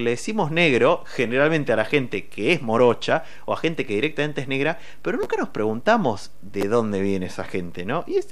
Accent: La Plata, Buenos Aires Province, Argentina; acá los que somos de La Plata, ¿no? De la provincia de Buenos Aires.

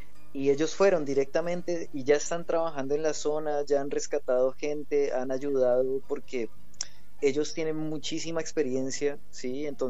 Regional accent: Colombia; now in La Plata, Argentina; todos estos son colectivos de gente, de colombianos

